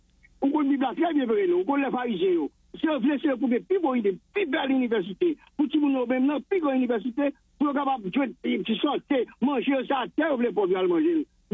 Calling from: Haiti; je suis haïtien

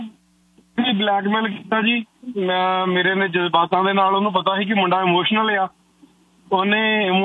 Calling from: Gurdaspur district, Punjab, India; ਮੈਂ ਗੁਰਦਾਸਪੁਰ ਜ਼ਿਲ੍ਹੇ ਤੋਂ ਬਿਲੋਂਗ ਕਰਦਾ ਜੀ।

